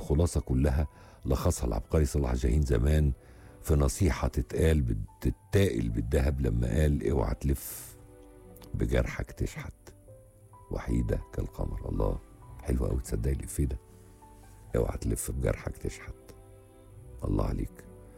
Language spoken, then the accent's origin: Arabic; Faiyum, Faiyum Governorate, Egypt; من الفيوم،